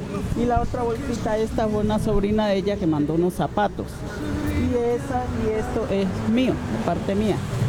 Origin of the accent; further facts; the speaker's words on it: Padilla, Cauca, Colombia; Yo soy de Padilla, Cauca, pero vivo en Calimío de Cepas.